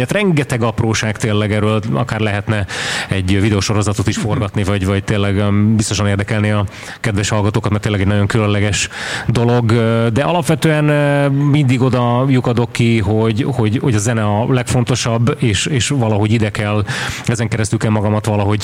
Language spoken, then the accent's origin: Hungarian; Hungary; öten vagyunk ebben a produkcióban magyarok